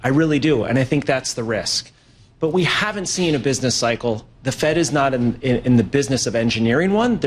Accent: San Diego, California, United States; Oh, I grew up in San Diego, so for me, it's definitely the Padres.

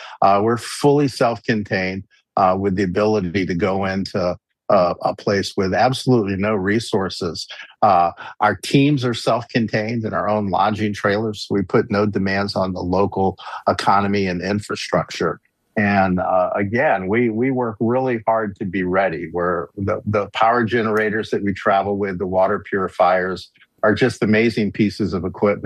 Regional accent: New Orleans, Louisiana, United States; moved away; Well, Katrina was my hometown.

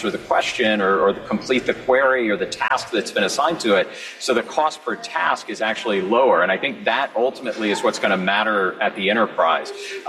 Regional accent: Alabama, United States; There's a data center Paul referenced, my home state of Alabama.

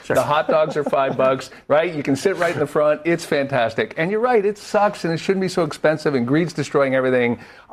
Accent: New York, United States; as a New Yorker

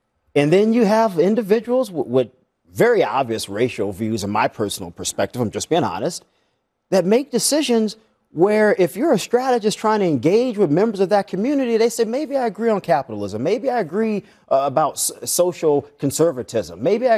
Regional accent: the South, United States; I grew up in the South.

